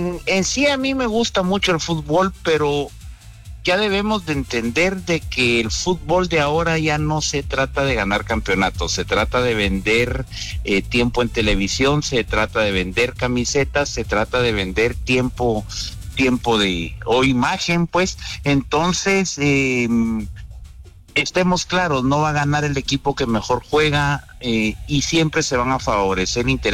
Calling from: León, Guanajuato, Mexico

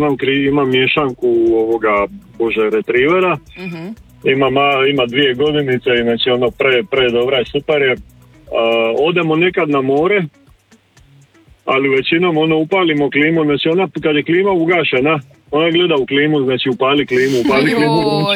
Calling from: Zadar, Zadar County, Croatia; mi smo živjeli u centru grada jedno 23-4 godine

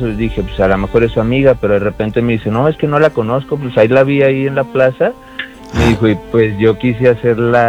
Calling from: Guadalajara, Jalisco, Mexico; De Guanatos.

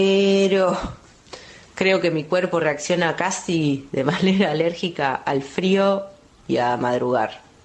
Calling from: Buenos Aires, Argentina; Acá … de Floresta.

